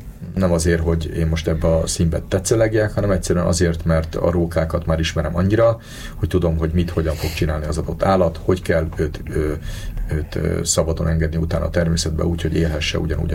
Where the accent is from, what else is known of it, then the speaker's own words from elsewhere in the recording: Budapest, Hungary; ugye én is pesti vagyok